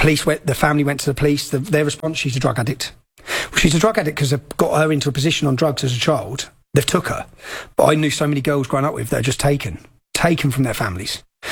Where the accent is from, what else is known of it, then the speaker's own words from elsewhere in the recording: Luton, East of England, United Kingdom; Luton's only got 200,000 population. And so you're talking 100,000 Muslims. This has all come from my hometown.